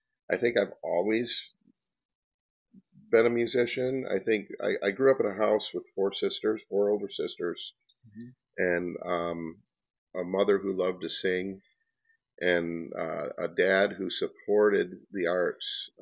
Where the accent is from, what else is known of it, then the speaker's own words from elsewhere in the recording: Marseilles, Illinois, United States; also born or lived in Kansas City; now in Ottawa, United States; Well, I grew up in Marseilles, went to Marseilles High School, back when Marseilles had a high school. And, you know, pretty much I've always had ties to Marseilles, no matter where I've lived.